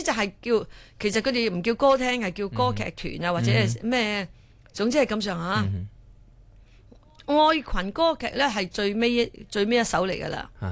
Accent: Guangdong, China; 咁我其實我雖然係廣東人，我唔係好識講廣東話。

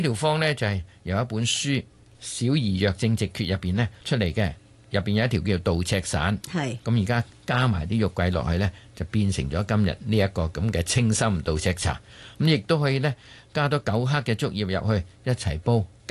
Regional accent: Guangdong, China; 引火歸源，即是我哋廣東人所講嘅聚火啊

